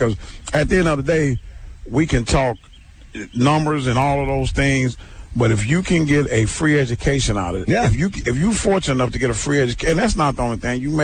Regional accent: Little Rock, Arkansas, United States; when I was growing up, we didn't have that here in Little Rock either.

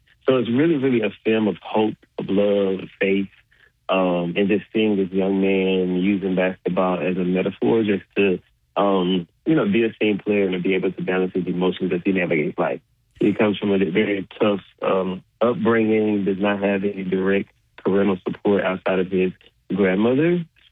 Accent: Coldwater, Mississippi, United States; also born or lived in Memphis, Tennessee; I'm from Coldwater, Mississippi. I don't know if you ever heard of that, but it's only 30 miles south of Memphis. So I kind of grew up in both places and we didn't have much down there to do.

